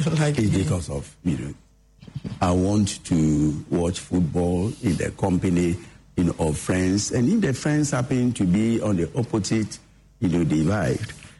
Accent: Ghana; as a Ghanaian

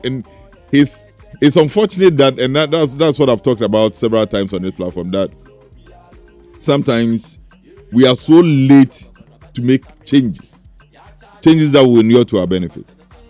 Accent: Ghana; I'm a Ghanaian. You get it? I'm a Ghanaian.

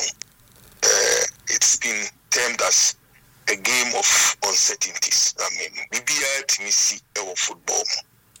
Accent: Ghana; But as a Ghanaian, as a football person

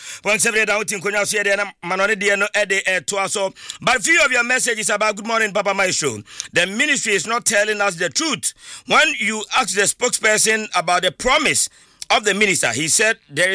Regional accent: Afienya, Greater Accra, Ghana; from Afienya Matayeko

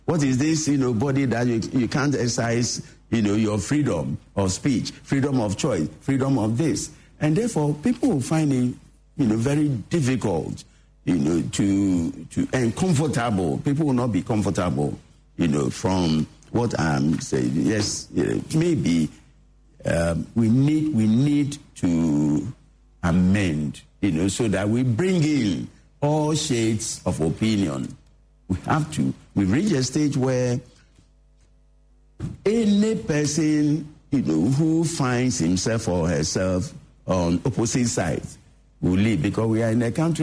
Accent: Ghana; I mean, I'm a Ghanaian, so I know how these things work.

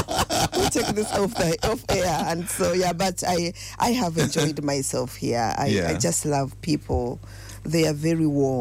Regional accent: Uganda; born there; moved away; also born or lived in Eswatini; So imagine where I'm born from Uganda, but along the way, because I've been out of Uganda for a while.

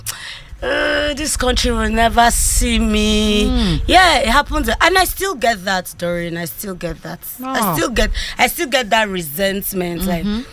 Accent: Lagos, Nigeria; now in Ghana; I grew up in Lagos.

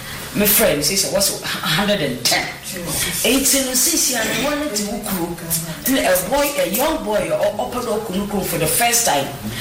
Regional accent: Ghana; And I find it so much expensive as a Ghanaian.

